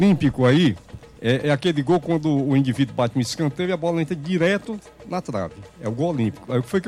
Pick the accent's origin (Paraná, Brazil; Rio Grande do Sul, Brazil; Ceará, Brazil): Ceará, Brazil; Sou de Xanamubim, né?